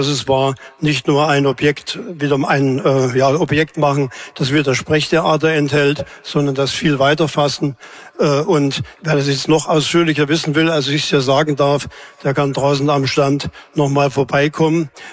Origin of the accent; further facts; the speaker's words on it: Erfurt, Thuringia, Germany; ich komme aus Erfurt, habe lange in Weimar gearbeitet